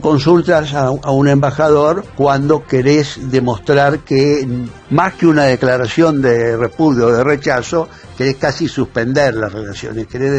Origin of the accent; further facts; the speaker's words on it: Argentina; como argentino quiero pedirte disculpas, aunque sea como ciudadano.